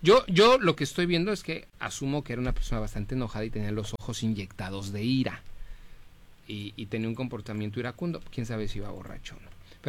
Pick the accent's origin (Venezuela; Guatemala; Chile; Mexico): Mexico; yo también me incluyo porque soy mexicano.